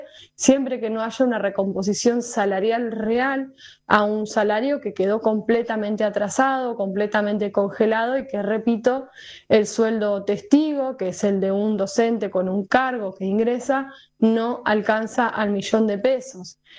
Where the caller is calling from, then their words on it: Rawson, Chubut, Argentina; de Rawson, docente de parte del movimiento de docentes autoconvocados de Chubut